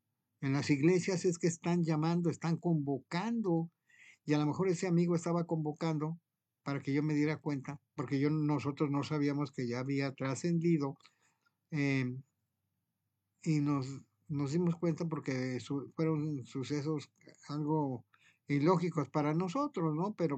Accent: Mexico; soy mexicano, I am Mexican, y pues no domino el inglés.

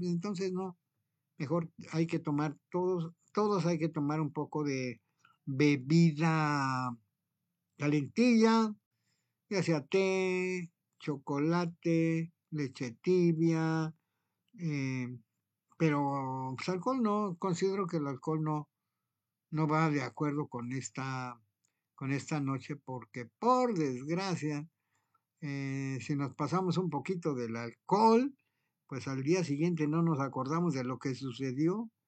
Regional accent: Mexico; soy mexicano, I am Mexican, y pues no domino el inglés.

